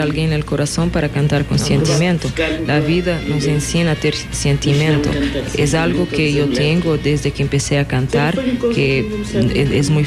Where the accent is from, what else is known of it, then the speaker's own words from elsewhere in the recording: Cape Verde; Spanish is a second language; Cuando voy a Cabo Verde, mi intención es descansar, estar en mi casa con mi familia